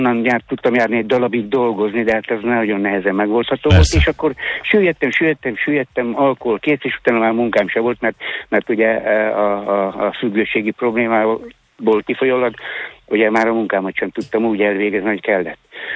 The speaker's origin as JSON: {"language": "Hungarian", "town": "Fót", "region": "Pest", "country": "Hungary", "tie": "born or raised there", "said": "Ezt a Fóti gyermekvárosba nevelkedtem."}